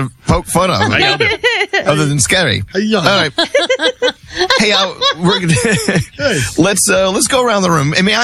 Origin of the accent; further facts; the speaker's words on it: New Jersey, United States; also born or lived in New York; Well, no, we're not. I'm a New Yorker. I'm a New Jersey guy.